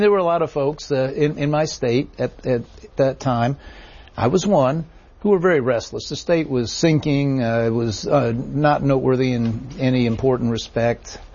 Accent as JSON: {"language": "English", "town": "Bristol", "region": "Tennessee", "country": "United States", "said": "You know, I'm a hick from Bristol, Tennessee."}